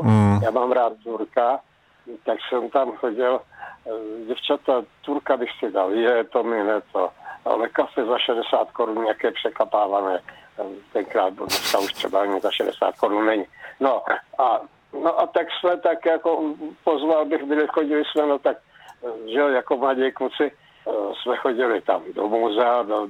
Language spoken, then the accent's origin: Czech; South Moravian Region, Czechia; Protože pocházím tady z Moravy, a ne teda z Hodonína, ale od Hodonína, a v té době ze zemědělské rodiny